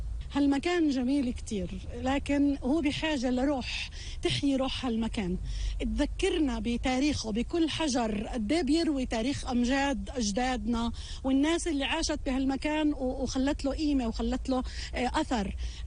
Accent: Palestine; البصمة اللي موجودة لإلنا كفلسطينيين بهذا المكان

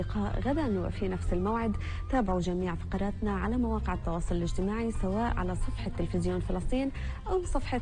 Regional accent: Palestine; وترددنا عليه دائما بيحمي حقنا كفلسطينيين في هذه المعالم السياحية والأثرية الفلسطينية

